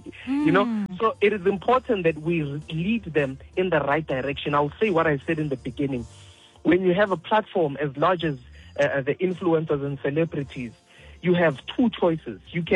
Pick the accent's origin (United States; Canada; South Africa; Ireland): South Africa; as South African creators and influencers and celebrities